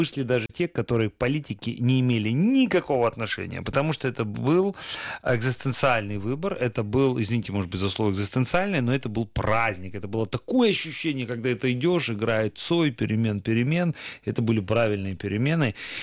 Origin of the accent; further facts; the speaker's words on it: Sevastopol, Crimea, Ukraine; я честно говорил, я из Севастополя.